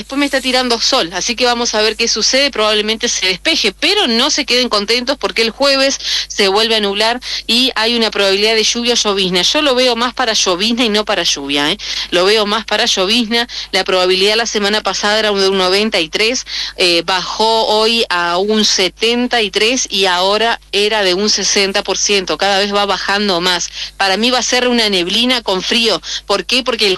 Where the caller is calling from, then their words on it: Argentina; Sí me voy a alegrar de que Argentina gane, por supuesto, porque soy argentina.